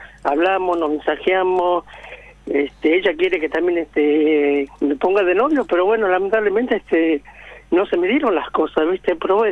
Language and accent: Spanish; Salta, Argentina; now in Buenos Aires, Argentina; Yo soy salteño de Salta.